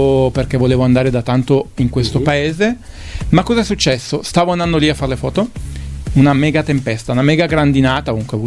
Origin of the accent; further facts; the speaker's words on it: Biella, Piedmont, Italy; also born or lived in Osasio; now in Moncalieri, Italy; adesso vivo a Moncaglieri, in collina, okay, di Moncaglieri, sono originario in realtà di Biella.